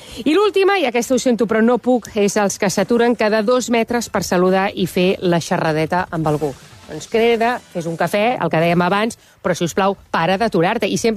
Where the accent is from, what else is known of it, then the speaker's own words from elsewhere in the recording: Badalona, Catalonia, Spain; No, a més, és que jo que soc de Badalona, és veritat que les veig sempre amb el carrito de la compra i em fa molta gràcia.